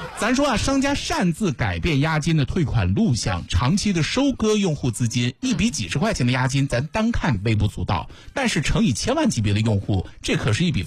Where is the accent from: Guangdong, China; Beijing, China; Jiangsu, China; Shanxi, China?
Jiangsu, China; Xuzhou; 特别是对于我们徐州人来说，大家都知道爱吃，对不对？